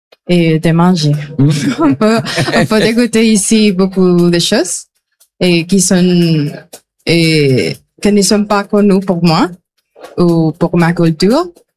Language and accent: French; Venezuela; first language Spanish; French is a second language; moved away as an adult; now in Ribérac, France; Je viens de Venezuela et oui. Je parle espagnol.